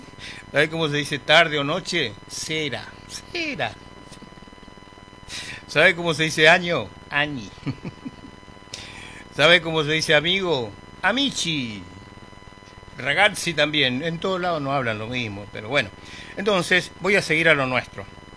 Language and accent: Spanish; Buenos Aires, Argentina; born there; Y yo soy hijo de esa tierra, por lo tanto, siempre tengo, ¿no? Esa nostalgia aunque yo me crié en Buenos Aires, tengo que decirlo por una razón obvia, ¿no? Y que mi madre me llevó a Buenos Aires